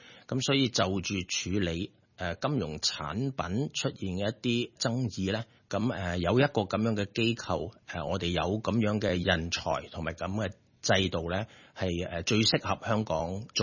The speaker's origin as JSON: {"language": "Cantonese", "country": "China", "said": "其實我哋國家，其實我哋中國人，我哋嘅智慧咧，從來都係要和為貴嘅。"}